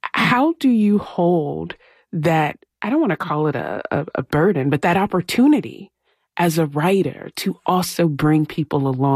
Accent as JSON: {"language": "English", "region": "American South", "country": "United States", "tie": "born or raised there", "said": "I grew up in the American South, but in Black households, you often tell we keep house business in the house, right?"}